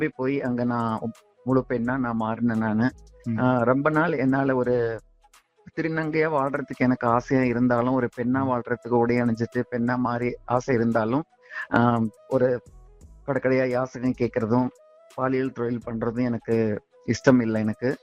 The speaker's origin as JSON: {"language": "Tamil", "town": "Namakkal", "region": "Tamil Nadu", "country": "India", "tie": "born or raised there"}